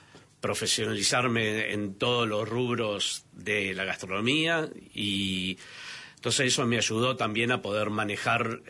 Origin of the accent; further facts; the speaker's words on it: Argentina; Y porque somos argentinos.